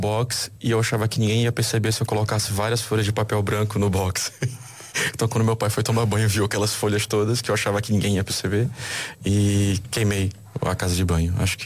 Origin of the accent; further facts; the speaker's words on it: São Luís, Maranhão, Brazil; moved away; a cultura da minha cidade, que é São Luís, e a cultura do meu estado, que é o Maranhão.